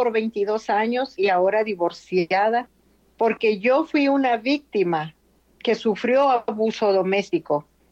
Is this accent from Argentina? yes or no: no; Mexico; soy de México.